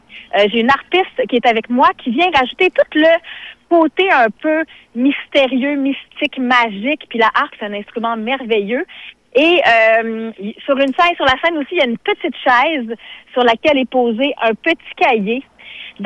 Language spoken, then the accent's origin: French; Maria, Quebec, Canada; moved away as an adult; quand j'y retournais après ça en Gaspésie, à Maria, dans mon village